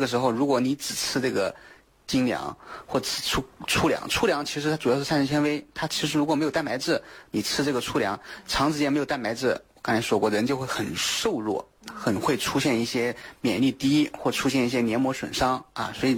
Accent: China; 我们中国人

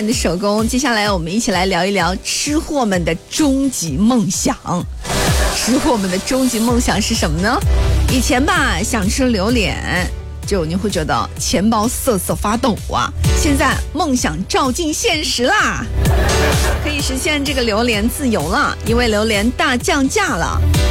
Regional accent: Guangdong, China; 咱们广东人太会生活了

